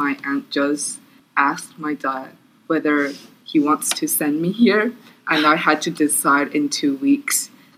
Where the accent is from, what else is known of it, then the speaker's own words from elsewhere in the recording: Taiwan; English is a second language; now in United States; I'm a junior right now, and I'm from Taiwan.